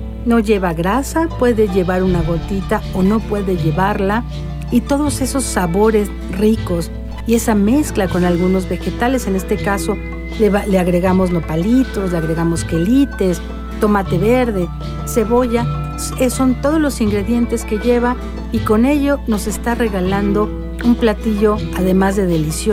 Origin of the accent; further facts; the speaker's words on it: Mexico City, Mexico; Yo vengo de Xochimilco y soy cocinera chinampera